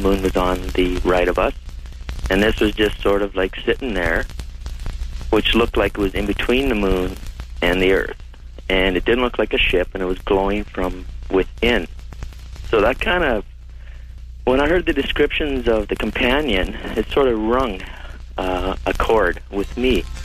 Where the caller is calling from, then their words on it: Edmonton, Alberta, Canada; I'm from Edmonton.